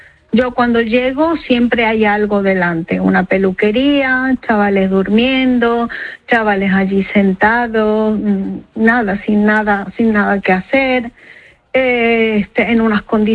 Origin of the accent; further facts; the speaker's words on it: Argentina; now in Ceuta, Spain; yo soy migrante, ¿vale? Yo soy argentina, llevo 20 años en España.